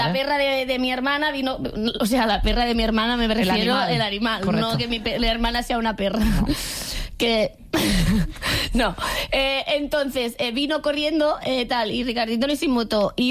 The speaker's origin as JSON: {"language": "Spanish", "region": "Catalonia", "country": "Spain"}